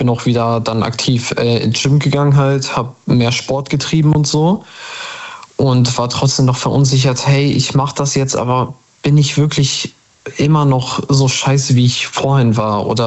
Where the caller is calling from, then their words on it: Bremen, Germany; ich komme aus Bremen, also Nähe Bremen.